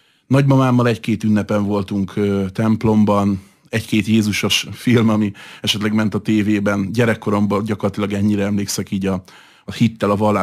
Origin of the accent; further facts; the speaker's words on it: Hungary; főleg itt Európában magyarként.